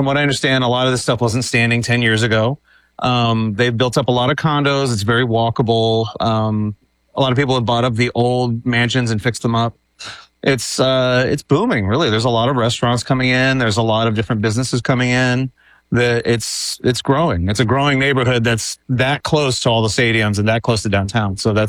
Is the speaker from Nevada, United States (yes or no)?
no; San Antonio, Texas, United States; now in Austin, United States; And actually living in Austin, I grew up in San Antonio.